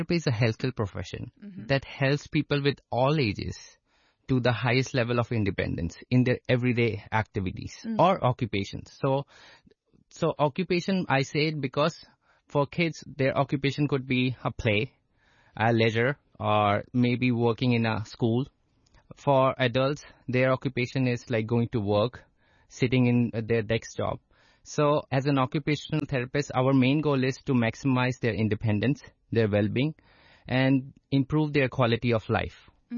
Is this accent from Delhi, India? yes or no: yes; Delhi, India; moved away as an adult; now in Hong Kong; So I was born and brought up in Delhi, which is the capital of India. So I have done my schoolings to college in Delhi only.